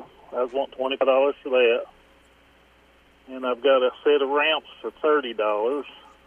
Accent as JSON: {"language": "English", "area": "Knott County", "region": "Kentucky", "country": "United States", "tie": "born or raised there", "moved": "as an adult", "lives_now": "Somerset, United States", "said": "I grew up in Knott County up there around Hyman, just east of Perry County there in Hazard"}